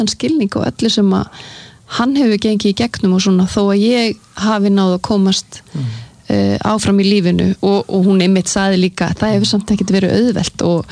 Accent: Sweden; Icelandic is a second language; ég alinn upp í Svíþjóð, alinn upp við að læra tvö tungumál á sama tíma

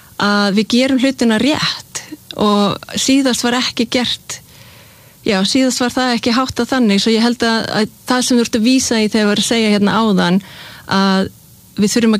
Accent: Denmark; Ég meina ég ólst upp í Evrópusambandinu. Ég veit nákvæmlega hvaða kostir og hvaða gallar. Ég meina ég ólst upp í Danmörku.

